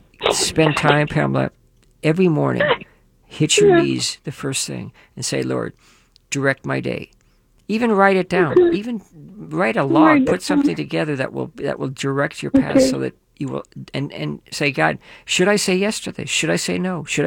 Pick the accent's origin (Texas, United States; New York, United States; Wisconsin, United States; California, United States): New York, United States; Levittown; born there; moved away; I grew up in Levittown for a while